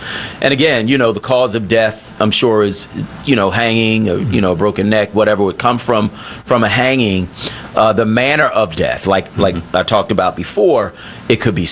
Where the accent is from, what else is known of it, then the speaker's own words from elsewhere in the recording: Philadelphia, Pennsylvania, United States; That screams I grew up in Philly, because nobody but somebody from Philly would call them Twisters.